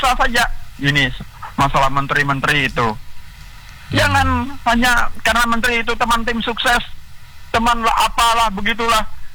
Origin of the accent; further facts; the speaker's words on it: East Kalimantan, Indonesia; kita orang Kutai kan?